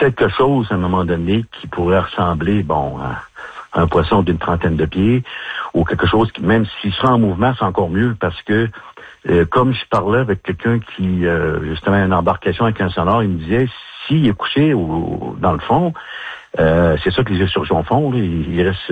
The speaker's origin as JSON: {"language": "French", "region": "Quebec", "country": "Canada", "said": "moi je viens pas de Pouinigamouk en passant, je viens de la Côte-Nord."}